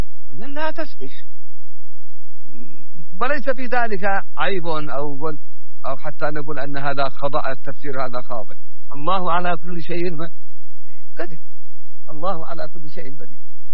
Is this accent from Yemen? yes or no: yes; Yemen; عندنا في اليمن لو نسمع مثلا اللغة النهارية